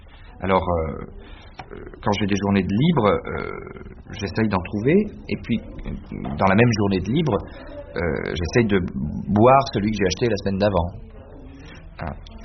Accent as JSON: {"language": "French", "town": "Paris", "region": "Île-de-France", "country": "France", "tie": "born or raised there", "said": "donc indirectement originaire du Sud-Ouest, puisque bon, mon père y est né, mais j'ai vécu toute mon enfance à Paris."}